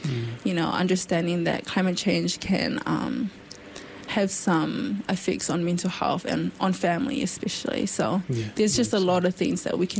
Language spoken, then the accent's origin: English; New Zealand; I guess as a Kiwi, as someone being born in New Zealand, I'm proud of just being able to be proud of my identity. As a Samoan, that's probably my answer.